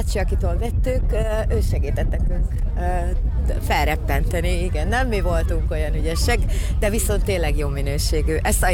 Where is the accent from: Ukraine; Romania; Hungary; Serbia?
Serbia; Subotica, Vojvodina; Így, szabadkaiak vagyunk, jó napot kívánok.